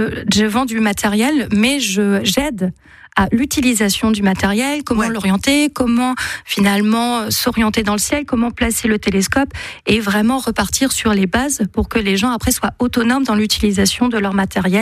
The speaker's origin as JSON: {"language": "French", "region": "Grand Est", "country": "France", "tie": "born or raised there", "said": "Je suis originaire du Haut-Rhin."}